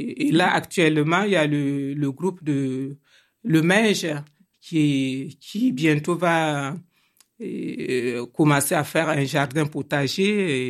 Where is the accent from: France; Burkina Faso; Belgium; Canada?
Burkina Faso; Je suis du Burkina Faso.